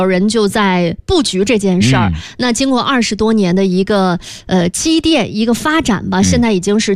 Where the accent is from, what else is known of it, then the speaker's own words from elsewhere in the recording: Shijiazhuang, Hebei, China; now in Beijing, China; 我是石家庄人，但我从校园出来已久